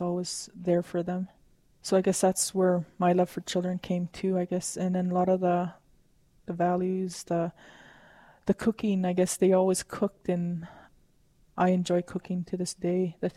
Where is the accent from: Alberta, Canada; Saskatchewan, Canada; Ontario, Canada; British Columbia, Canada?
Saskatchewan, Canada; James Smith Cree Nation; I'm from the James Smith Cree Nation in Saskatchewan. As I grew up on the reserve in James Smith, I kind of had a carefree life. No worries, no nothing. We just able to roam around. We lived, had a farm, riding horses